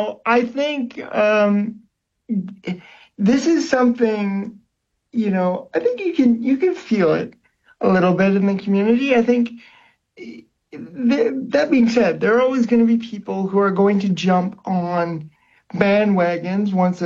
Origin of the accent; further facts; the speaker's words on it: Kitchener, Ontario, Canada; I'm from Kitchener. I've always loved the Rangers, and of course I'm going to cheer them on